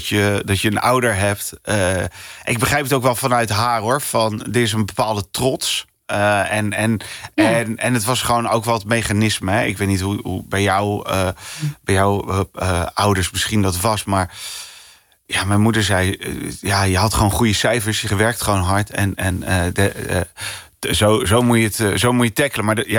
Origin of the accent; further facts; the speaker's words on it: Rotterdam, South Holland, Netherlands; Ja, ik ben een Rotterdammer.